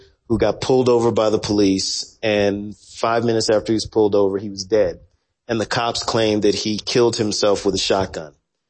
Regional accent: the South, United States; as a young black kid growing up in the South, America has this wondrous ability to gaslight you.

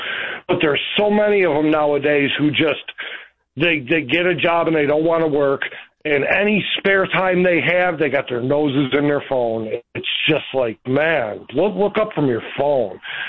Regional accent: Manteno, Illinois, United States; Hey, I'm actually not from Wilmington. I was passing through there one day when I called you. I'm from Manteno.

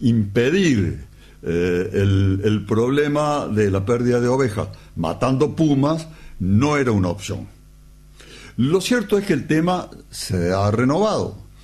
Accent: Argentina; tenemos los argentinos

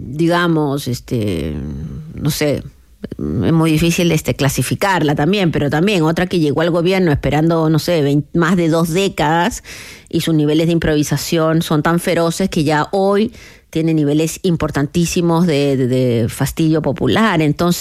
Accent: Chile

